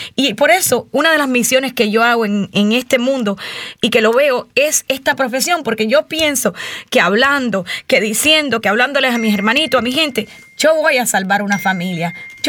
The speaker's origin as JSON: {"language": "Spanish", "country": "Cuba", "moved": "yes", "said": "Yo soy cubana, pero me quedé sin papá cuando tenía 10 años."}